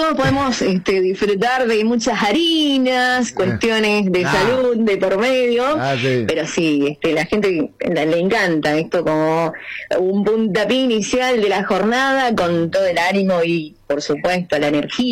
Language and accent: Spanish; Misiones, Argentina; Lo que no hay comparación de Paraguay con Misiones y con nuestro país, Argentina